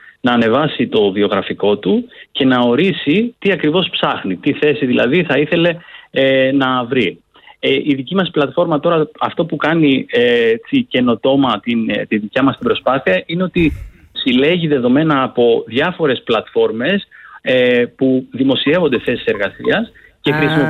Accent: Crete, Greece; Εμένα η καταγωγή μου είναι από την Κρήτη

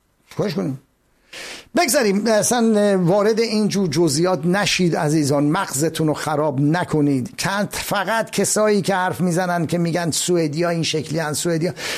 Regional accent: Iran; now in Sweden; منی که از ایران اومدم،

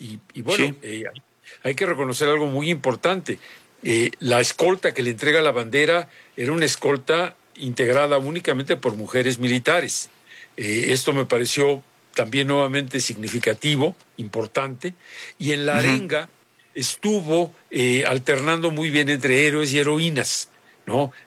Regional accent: Mexico

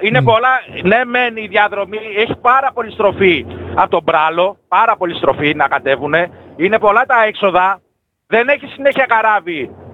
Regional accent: Agia Anna, Central Greece, Greece; εγώ είμαι από Αγία Άννα, όσοι ξέρουνε.

